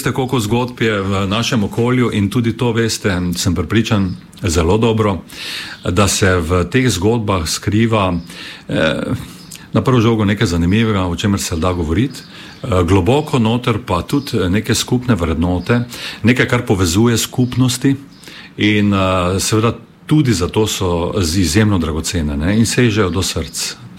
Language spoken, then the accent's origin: Slovenian; Styria, Slovenia; to našo štajarsko, bi rekel, pripadnost